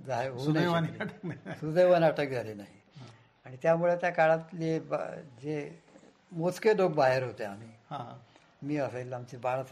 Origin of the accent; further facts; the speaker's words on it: Akole, Maharashtra, India; अकोले माझं मूळ गाव आहे.